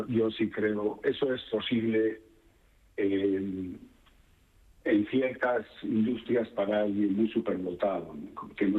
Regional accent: Galicia, Spain; Yo soy gallego 100%, ¿sabes?

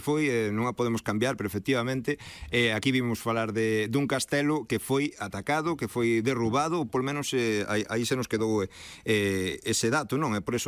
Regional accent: Vimianzo, Galicia, Spain; Eu evidentemente son de ali, son de Vimianzo

